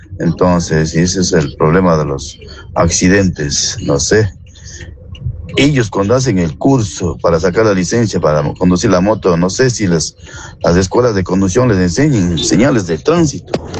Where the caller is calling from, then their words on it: Cuenca, Azuay, Ecuador; Yo soy de Cuenca y aquí en Cuenca